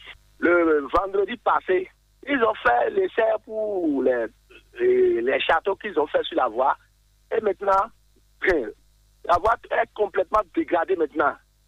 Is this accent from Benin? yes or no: yes; Benin; On est tous des Béninois, non?